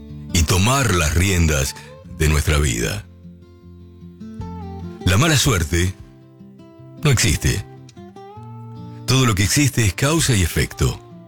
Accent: Lincoln, Buenos Aires Province, Argentina; now in Buenos Aires, Argentina; Yo cuando salí de mi ciudad de Lincoln, ella que está escuchando allí el amigo Carlitos, mi viejo me dijo, mirá, te voy a desear lo mejor, ya que te vas a la ciudad de Buenos Aires

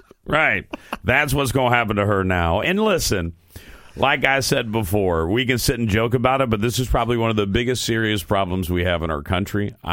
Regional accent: Ohio, United States; I'm from Ohio

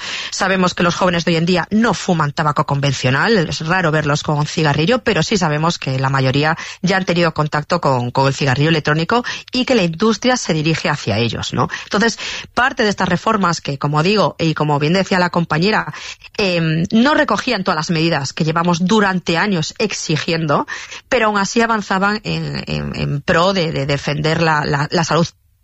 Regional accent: Galicia, Spain; pues yo más que soy gallega, pues es el pesimismo propio de los gallegos, ¿no?

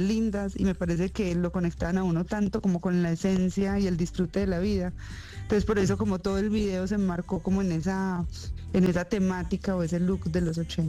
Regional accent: Antioquia, Colombia; cuando me dicen qué es lo que a mí me identifica como paisa, para mí es la resiliencia. Yo pienso que como colombiana y como país es la resiliencia.

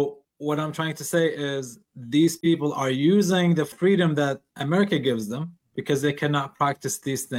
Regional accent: Saudi Arabia; English is a second language; So Shia people, where I grew up in Saudi Arabia, I grew up as a Shia.

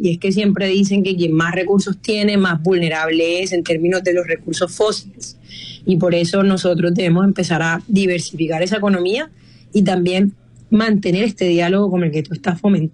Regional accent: Colombia; como colombianos y colombianas

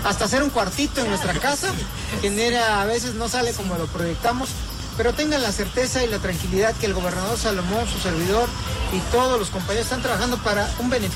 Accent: Oaxaca, Mexico

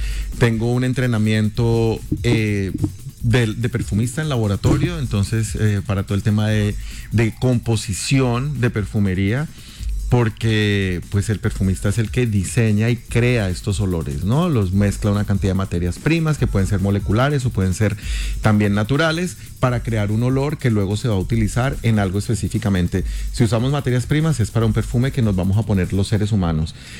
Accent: Colombia; now in Spain; Yo tengo educación francesa y británica y vivo en España hace un montón de años. Yo me fui de Colombia a mediados de los años 90.

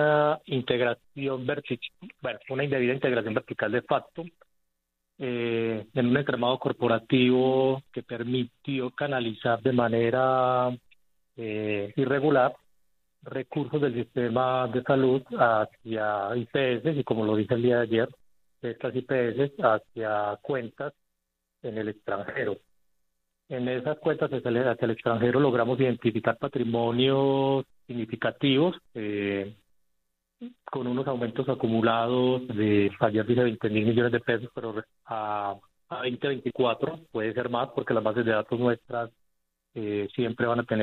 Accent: Colombia; ya, como muchos colombianos, estamos cansados de la manera como se saquea o se desfalca el sistema de salud

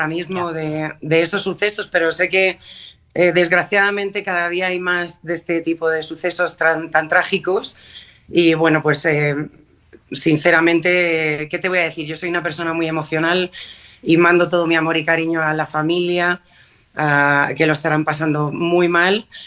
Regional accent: Mexico; he estado más en mi tierra. Este año pasado hice mi gira de 20 aniversario por aquí, que también llevaba un tiempito fuera de mi país.

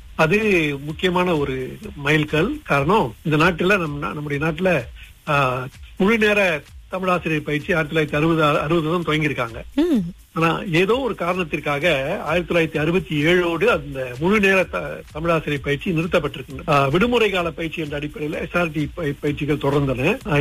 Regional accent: Labis, Johor, Malaysia; moved away as an adult; now in Kuala Lumpur, Malaysia; நான் பிறந்து வளர்ந்தது படித்ததெல்லாம் ஜுகூர் மாநிலம் சாவில் உள்ள ஜுகூர்ல ஆபீஸ் தோட்டம் பிரிவு 4. அத வந்து எங்க ஊர்ல வந்து 12 சொல்லுவோம், ஏன்னா 12 மைல் அது இருக்கு.

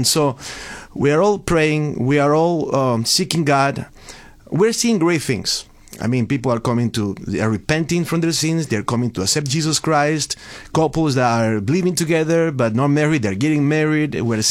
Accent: Venezuela; also born or lived in New England / Boston; now in Pittsburgh, United States; I am originally from Venezuela, and my wife and I were in New England, in the New England area, Rhode Island, Connecticut, Massachusetts. We were there for about 10, 12 years.

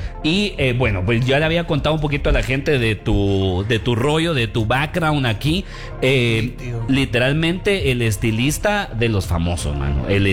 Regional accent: Mixco, Guatemala Department, Guatemala; yo también, yo soy misqueño

